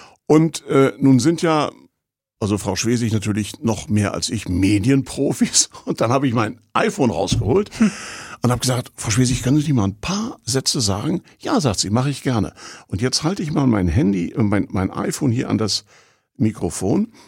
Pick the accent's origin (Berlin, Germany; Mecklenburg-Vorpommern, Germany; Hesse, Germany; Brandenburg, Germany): Mecklenburg-Vorpommern, Germany; Rostock; ich bin in Rostock ja geboren und habe hier meine Jugend verbracht und habe hier studiert, habe hier geheiratet. Also ich bin aus Rostock.